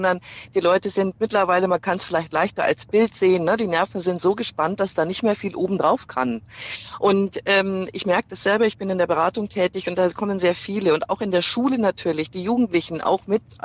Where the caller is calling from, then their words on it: Regensburg, Bavaria, Germany; Ich komme auch aus Regensburg.